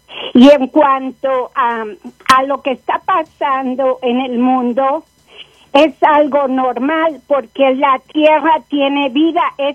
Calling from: Colorado, United States; llamo desde las montañas de Denver.

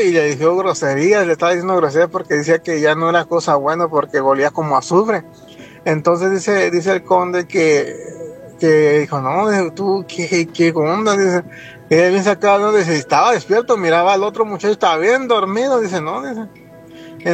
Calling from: Las Vegas, Nevada, United States; de Las Vegas.

